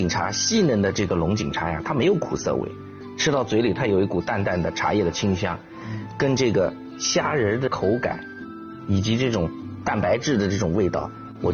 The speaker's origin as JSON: {"language": "Chinese", "country": "China", "said": "我们中国人"}